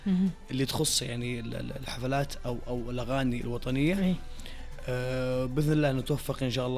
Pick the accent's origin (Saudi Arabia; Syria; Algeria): Saudi Arabia; أنا يعني كفنان سعودي